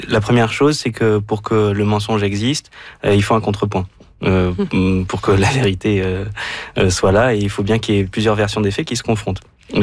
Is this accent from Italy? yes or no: no; Nancy, Grand Est, France; J'ai grandi à Nancy.